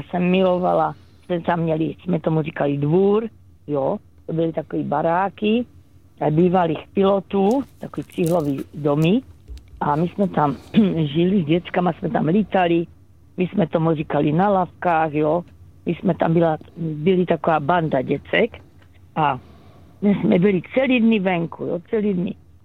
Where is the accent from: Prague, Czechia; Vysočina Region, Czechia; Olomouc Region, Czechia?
Olomouc Region, Czechia; Olomouc; now in Radíkov, Czechia; já jsem z Olomouce jako rodačka.